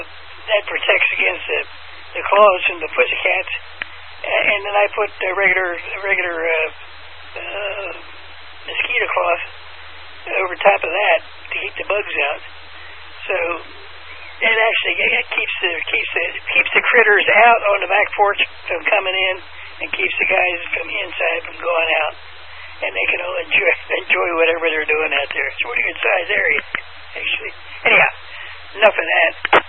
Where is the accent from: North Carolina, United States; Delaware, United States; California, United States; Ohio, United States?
Delaware, United States; Newark; When I grew up in Newark, Delaware, we had a 5 and 10 store as well.